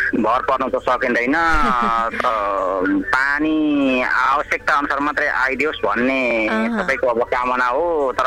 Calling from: Dharan, Koshi Province, Nepal; म पूर्वधरानबाट

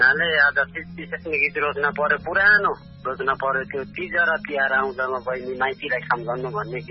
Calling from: Irkhu, Bagmati, Nepal; इर्खुबाट है, घरकै खोस्टुले।

